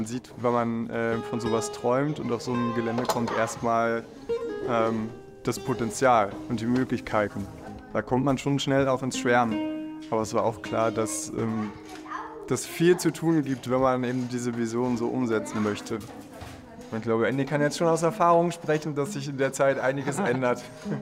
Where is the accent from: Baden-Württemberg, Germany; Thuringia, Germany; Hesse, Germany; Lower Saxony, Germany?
Hesse, Germany; Frankfurt; now in Bremen, Germany; Ursprünglich komme ich genauso wie Annie aus Frankfurt und jetzt mit der Familie seit 8 Jahren, glaube ich, in Bremen.